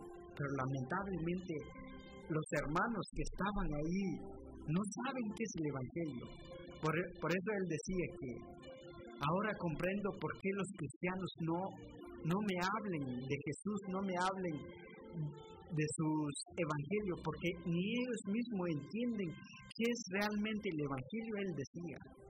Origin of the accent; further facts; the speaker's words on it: Guatemala; now in United States; en mi país, en Guatemala